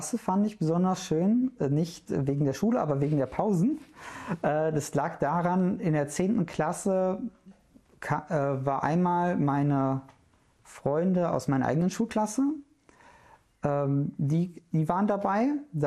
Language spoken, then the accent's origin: German; Duisburg, North Rhine-Westphalia, Germany; also born or lived in Essen; Die Blitzvariante wäre, ich bin in Essen geboren, in Duisburg aufgewachsen, habe in Mülheim Zivildienst gemacht.